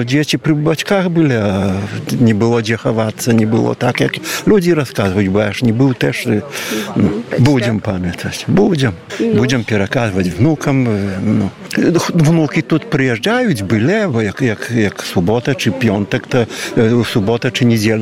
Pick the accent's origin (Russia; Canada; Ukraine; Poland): Poland; Kuźnica, Podlaskie Voivodeship; Ні, я сам з Кузниці Білостоцький. Жона моя з Тополян. І тут дом побудував, внуки приїжджають.